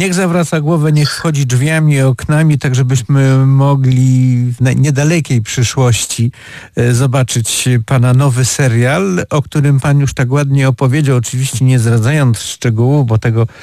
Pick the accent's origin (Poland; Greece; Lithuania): Poland; Opole, Opole Voivodeship; jestem z Opola